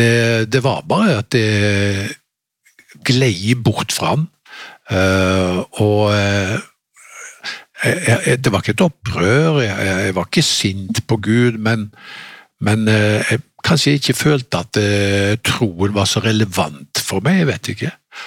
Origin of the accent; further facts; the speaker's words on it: Haugesund, Rogaland, Norway; Og den kom også til Norge og til hjembyen min Haugesund på begynnelsen av 70-tallet.